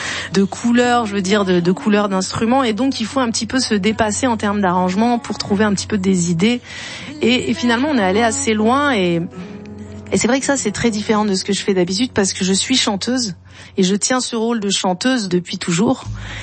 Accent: Algeria

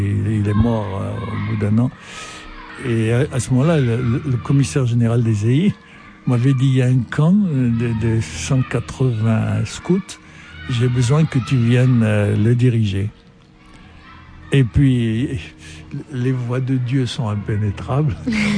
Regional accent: Casablanca, Casablanca-Settat, Morocco; moved away as an adult; j'avais du Maroc, j'avais mon milieu au Maroc

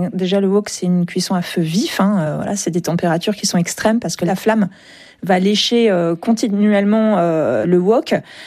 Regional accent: France; je suis française, hein, donc forcément, j'ai une culture culinaire française qui est familiale

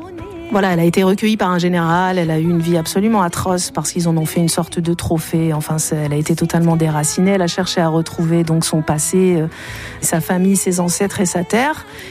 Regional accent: Algeria

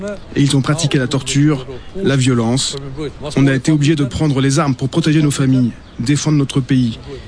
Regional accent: Prekaz, Mitrovica District, Kosovo; je viens du village de Prekaz, du Bas. J'ai 53 ans et je suis le président des vétérans du secteur de Skenderaj.

